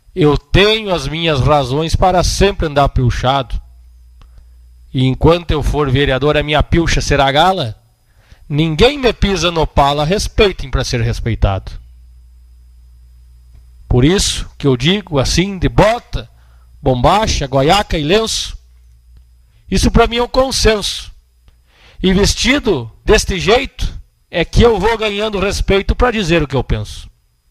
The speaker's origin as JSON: {"language": "Portuguese", "region": "Rio Grande do Sul", "country": "Brazil", "said": "sou brasileiro, mas não antes de ser gaúcho."}